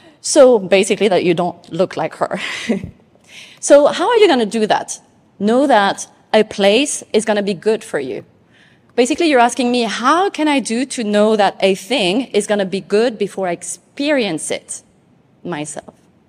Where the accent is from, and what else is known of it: Tahiti, French Polynesia; born or raised there